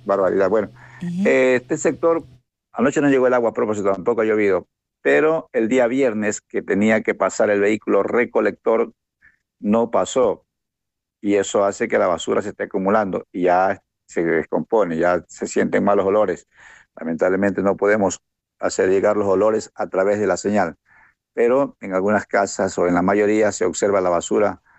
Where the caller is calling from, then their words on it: Manta, Manabí, Ecuador; como decimos en mi tierra, rayando el día